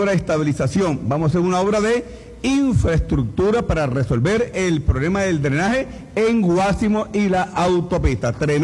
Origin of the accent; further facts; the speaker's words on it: Táchira, Venezuela; eso son parte de nuestro dialecto aquí, de los pingos de aquí de Táchira, pues.